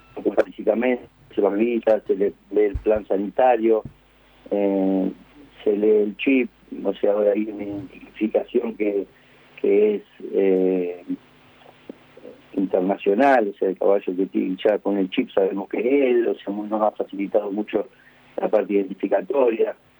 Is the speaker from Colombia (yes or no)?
no; Lincoln, Buenos Aires Province, Argentina; moved away as an adult; Y mira, la verdad que a mí me gustó siempre, de chico, en Lincoln. Un día pasé por el hipódromo y me enamoré. Y bueno, tuve la suerte de venir acá hace 40 años este año. Vine a los 22 años.